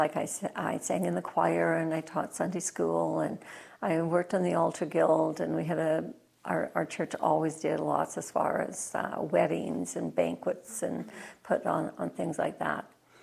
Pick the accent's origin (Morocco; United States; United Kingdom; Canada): Canada; Flin Flon, Manitoba; now in Prince Albert, Canada; I was born in Flin Flon, Manitoba.